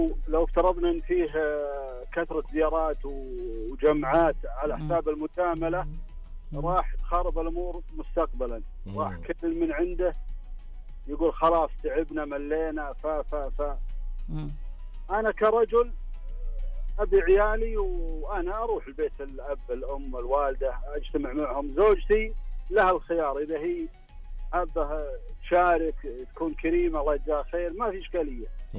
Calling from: Al-Jawf, Saudi Arabia; من الجوف.

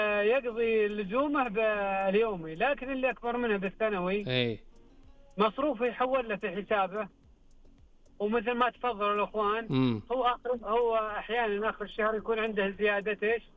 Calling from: Riyadh, Riyadh Province, Saudi Arabia; انا من الرياض

